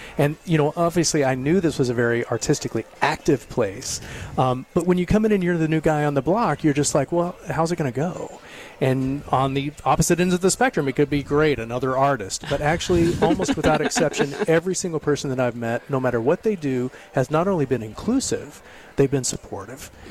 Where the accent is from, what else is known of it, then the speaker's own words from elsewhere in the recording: Texas, United States; also born or lived in Los Angeles / Chicago; So I'm originally from Texas.